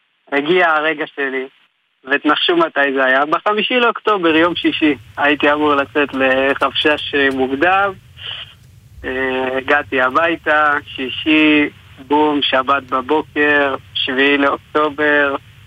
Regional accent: Kfar Saba, Central District, Israel; אני האמת כפר סבאי במקור, גם אני וגם אח שלי

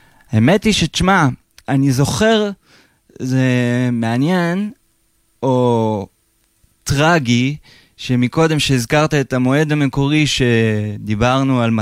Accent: Haifa, Haifa District, Israel; born there; also born or lived in Kiryat Tivon / Tiberias / Hatzor HaGlilit; גרתי בקריית טבעון אצל אבי. במקור אני מחיפה. והתגלגלתי פה ושם עם כזה גירושים של ההורים ו... כל מיני בתים, אבל בגדול חיפה והצפון, והיו לי כל מיני תקופות בגליל, טבריה, חצור הגלילית.

